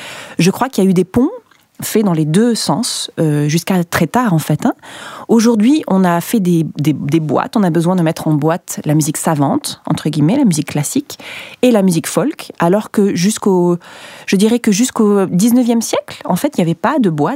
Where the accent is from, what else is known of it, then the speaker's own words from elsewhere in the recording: Perpignan, Occitanie, France; puisque je suis de Perpignan, alors Perpignan, c'est la Catalogne française.